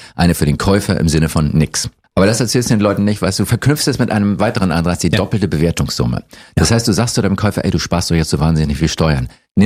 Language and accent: German; Norderstedt, Schleswig-Holstein, Germany; born or raised there